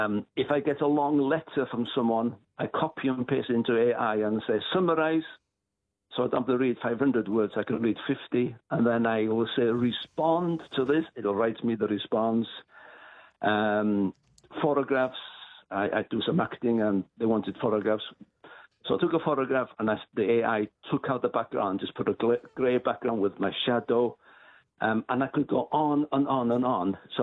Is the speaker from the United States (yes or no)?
no; Australia; also born or lived in Wales; I'm an Australian, but I was born in Wales.